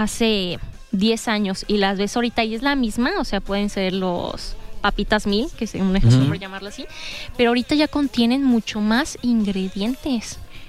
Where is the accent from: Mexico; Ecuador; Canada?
Mexico